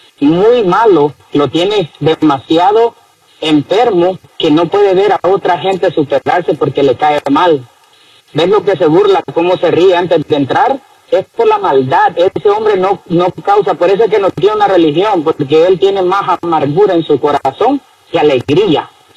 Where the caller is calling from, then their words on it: Nashville, Tennessee, United States; De aquí, de Nashville, Tennessee.